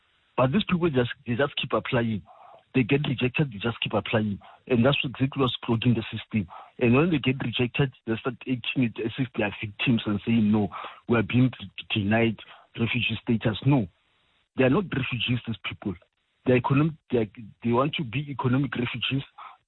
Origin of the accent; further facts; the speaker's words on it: Soweto, Gauteng, South Africa; I'm original from Soweto. I lived there since I was born in 1979.